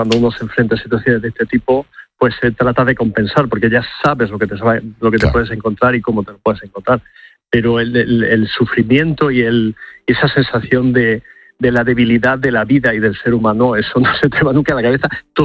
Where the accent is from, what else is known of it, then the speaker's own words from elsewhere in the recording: Almería, Andalusia, Spain; Claro, en este caso concreto de Almería, que por cierto es mi tierra y no muy lejos de por allí, sí, de mi querida Almería